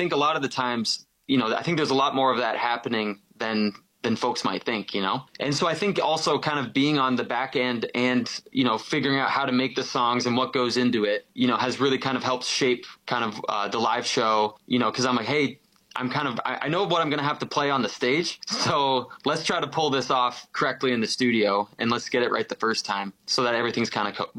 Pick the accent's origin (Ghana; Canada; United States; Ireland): Canada; Fort Erie, Ontario